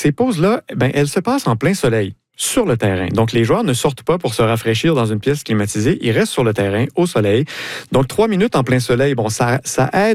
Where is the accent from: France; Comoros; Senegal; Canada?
Canada; Quebec; Je vous traduis ça un peu à la gaspésienne, là, car je suis gaspésien